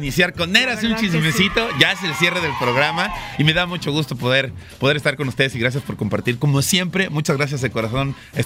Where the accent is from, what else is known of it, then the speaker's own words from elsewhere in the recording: Veracruz, Mexico; moved away; a mi gente hermosa de allá de la Defensa de Veracruz, mi terruño